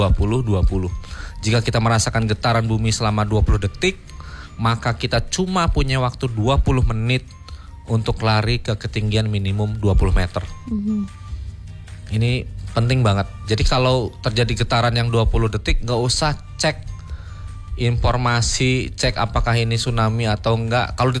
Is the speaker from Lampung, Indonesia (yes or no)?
yes; Bandar Lampung, Lampung, Indonesia; Walaupun saya orang Bandar Lampung.